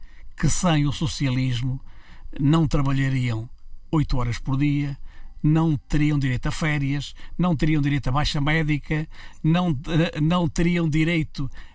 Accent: Castelo Branco, Centro, Portugal; Castelo Branco, a minha cidade. A minha cidade natal

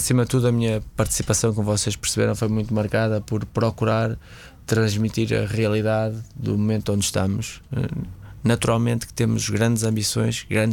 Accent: Norte, Portugal; Eu sou do Norte, aquele ambiente para mim é o nosso cada dia

